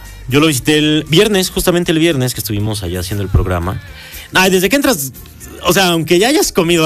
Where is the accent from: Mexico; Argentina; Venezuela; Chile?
Mexico; Y luego, como buen mexicano, dejamos todo al último.